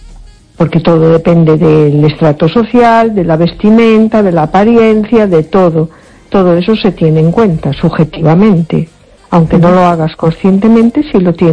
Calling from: A Coruña, Galicia, Spain; de Coruña.

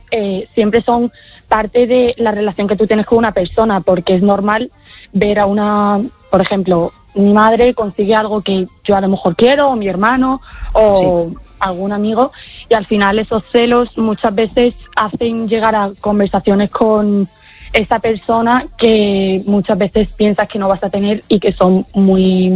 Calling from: Valdoviño, Galicia, Spain; Desde Coruña, Valdoviño.

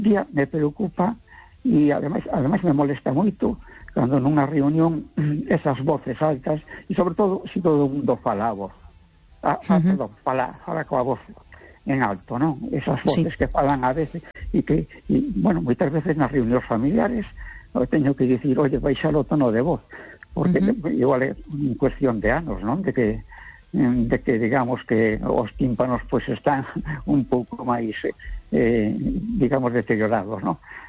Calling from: A Coruña, Galicia, Spain; da Coruña.

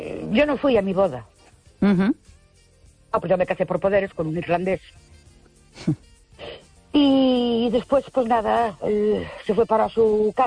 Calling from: Ourense, Galicia, Spain; Buenas noches. … de Orense.

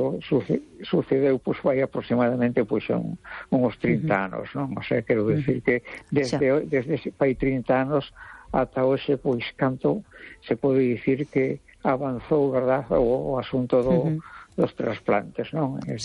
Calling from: A Coruña, Galicia, Spain; de La Coruña.

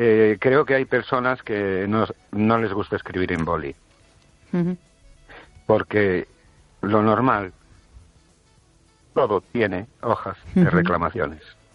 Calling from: Ourense, Galicia, Spain; de Orense. Buenas noches, querido.

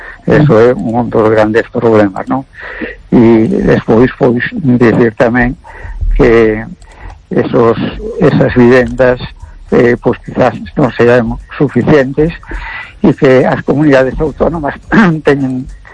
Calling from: A Coruña, Galicia, Spain; de Coruña.

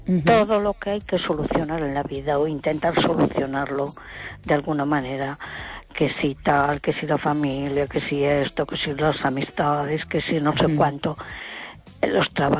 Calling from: A Coruña, Galicia, Spain; de Coruña.

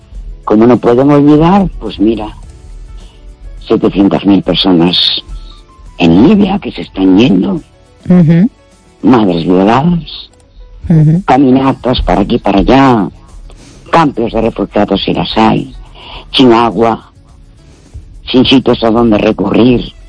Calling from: Vigo, Galicia, Spain

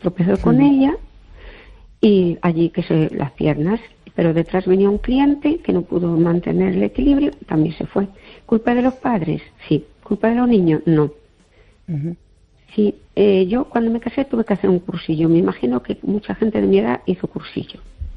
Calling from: Fene, Galicia, Spain

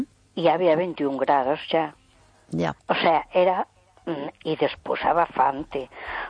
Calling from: A Coruña, Galicia, Spain; de Coruña.

